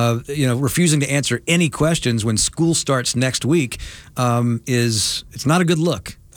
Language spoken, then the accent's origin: English; North Carolina, United States; growing up in North Carolina